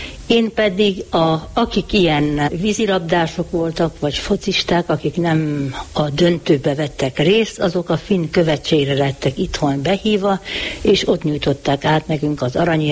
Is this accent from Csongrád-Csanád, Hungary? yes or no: yes; Szeged, Csongrád-Csanád, Hungary; moved away as an adult; 23 éves koromig Szegeden laktunk